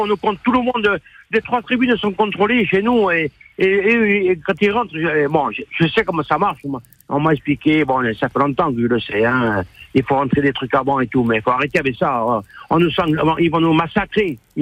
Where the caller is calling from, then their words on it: Corsica, France; moi, j'habite en Malagne.